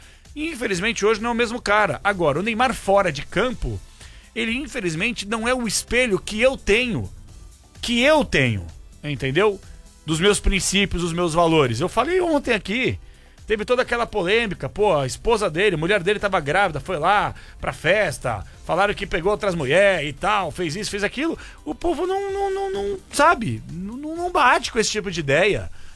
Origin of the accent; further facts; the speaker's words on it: Brazil; eu como brasileiro sou um mero mortal.